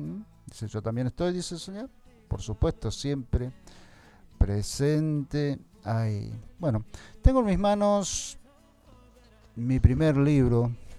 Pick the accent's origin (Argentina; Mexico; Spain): Argentina; Román, Santa Fe; now in Reconquista, Argentina; Yo no soy de Reconquista, yo soy oriundo de Román, pero Reconquista me dio muchas posibilidades.